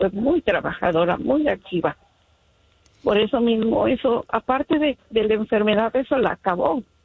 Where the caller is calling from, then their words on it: Highland Park, United States; Yo vivo aquí en Highland Park.